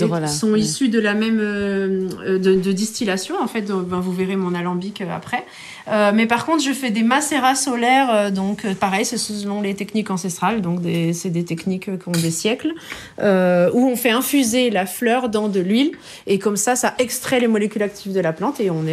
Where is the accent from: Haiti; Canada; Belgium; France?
France; Bourgogne-Franche-Comté; now in Ardèche, France; Non, je suis de Franche-Comté.